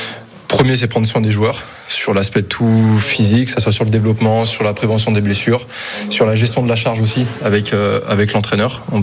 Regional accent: Lyon, Auvergne-Rhône-Alpes, France; now in Poitiers, France; Au début, moi, j'ai tout fait à Lyon. J'ai commencé à bosser à Lyon. Je suis lyonnais de base.

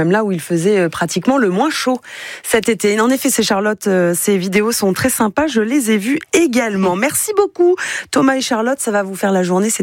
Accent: Hauts-de-France, France; Oui, mais chez nous, dans le Nord et dans le Pas-de-Calais.

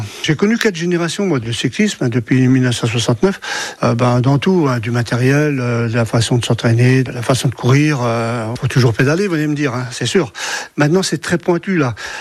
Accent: Sochaux, Bourgogne-Franche-Comté, France; also born or lived in Flamanville, Normandy; Mes parents sont partis en 1960 pour le travail, puisque la mine de Flamanville avait fermé. Comme la mine qui faisait vivre tout Flamanville, enfin tout le canton des Pus, quoi. Donc il n'y a plus de travail, donc on est parti à Sochaux, quoi, chez Peugeot. J'ai grandi là-bas

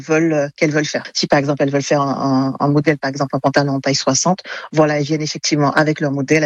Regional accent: Martinique; moi aussi je suis originaire de la Martinique.

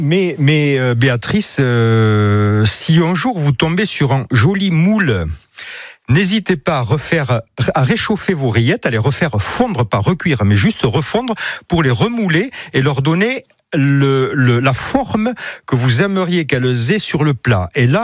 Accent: Landes, Nouvelle-Aquitaine, France; accent: south-west; now in Sarthe, France; quand je redescends dans ma région, dans mes landes d'origine

